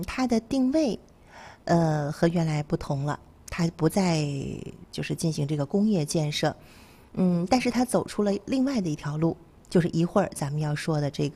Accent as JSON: {"language": "Chinese", "region": "Northeast China", "country": "China", "said": "咱作为东北人，得是在六七十岁往上吧"}